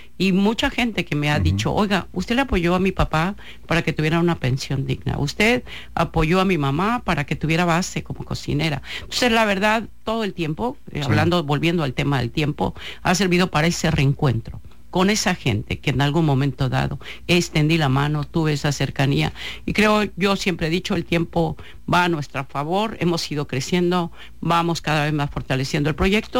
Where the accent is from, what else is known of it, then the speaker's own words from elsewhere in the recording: Sinaloa, Mexico; apostando a Sinaloa, porque yo lo he dicho, ha sido, aquí nací, aquí he crecido y hay un gran amor por mi tierra.